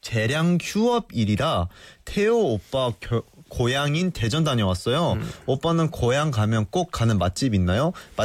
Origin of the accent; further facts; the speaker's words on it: Canada; moved away; 저도 어쨌든 캐나다 출신으로서 캠핑을 되게 자주 갔었어요.